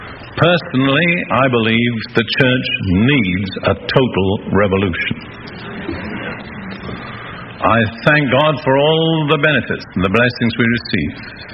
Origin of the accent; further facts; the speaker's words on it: United Kingdom; I'm British